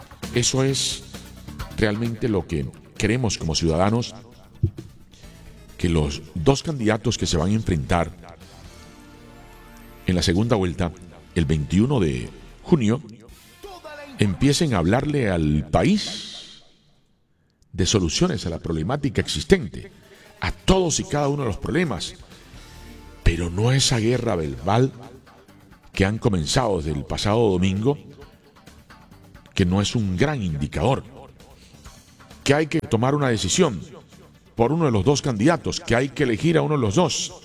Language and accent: Spanish; Colombia; deseosos como colombianos